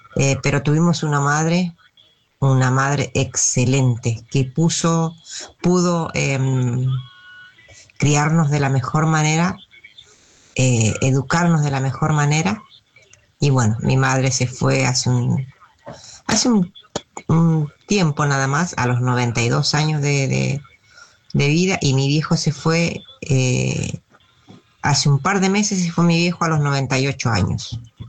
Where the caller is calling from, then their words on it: Garín, Buenos Aires Province, Argentina; de Garín.